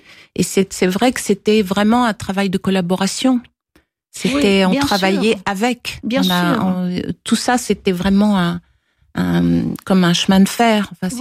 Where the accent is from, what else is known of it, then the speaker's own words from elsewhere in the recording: Cannes, Provence-Alpes-Côte d'Azur, France; born there; je suis née à Cannes, donc c'était le festival de Cannes